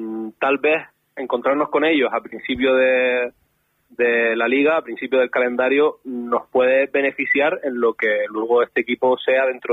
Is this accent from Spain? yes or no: yes; Las Palmas de Gran Canaria, Canary Islands, Spain; accent: Canarian; yo soy de Las Palmas, he crecido en Las Palmas